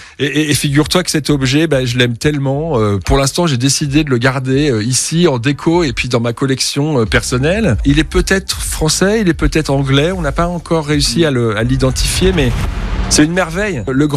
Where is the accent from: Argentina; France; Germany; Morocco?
France; Centre-Val de Loire